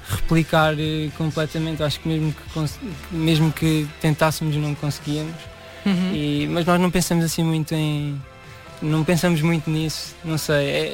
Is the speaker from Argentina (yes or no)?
no; Portimão, Algarve, Portugal; moved away as an adult; also born or lived in Manchester, United Kingdom; Eu sou de Portimão.